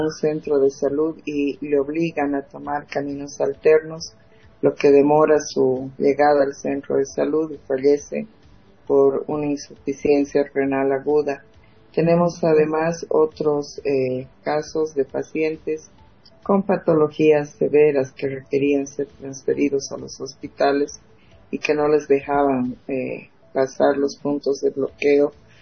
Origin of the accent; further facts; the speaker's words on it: Bolivia; somos todos bolivianos